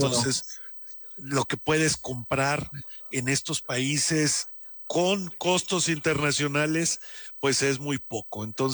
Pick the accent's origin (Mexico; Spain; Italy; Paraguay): Mexico; Nosotros como mexicanos